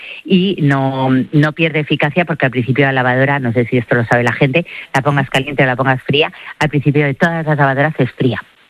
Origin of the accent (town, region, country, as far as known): Spain